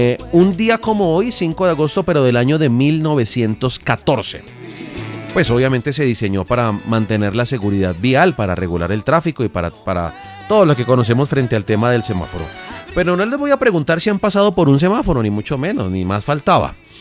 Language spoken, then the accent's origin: Spanish; Bogotá, Colombia; born there; yo soy rolo también.